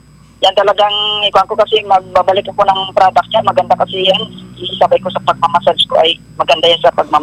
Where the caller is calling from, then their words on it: Mimaropa, Philippines; Ujungan po ako